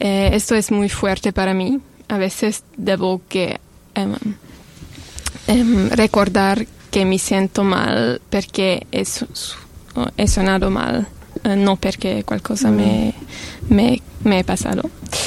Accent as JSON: {"language": "Spanish", "country": "Switzerland", "second_language": "Spanish", "said": "Sí, yo soy de la Suiza y no hablo muy bien el español"}